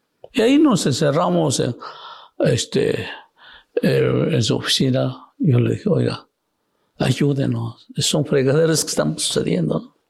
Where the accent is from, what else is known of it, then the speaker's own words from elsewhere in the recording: Taniche, Oaxaca, Mexico; now in Mexico City, Mexico; Taneche, que es mi pueblo